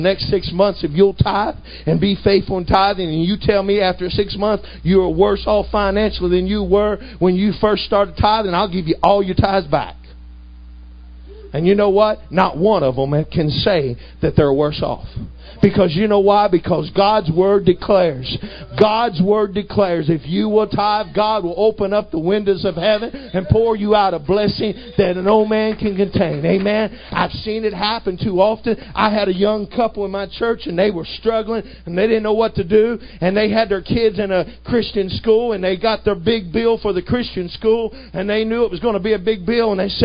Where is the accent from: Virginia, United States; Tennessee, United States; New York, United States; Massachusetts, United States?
Virginia, United States; I'm from Virginia, and if you know anything about Virginia boys, we've been taught if you don't tithe, amen, you ain't even saved.